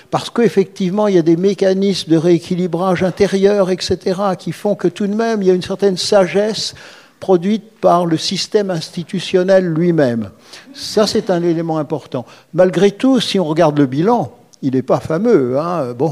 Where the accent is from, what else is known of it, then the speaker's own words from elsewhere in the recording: France; je suis français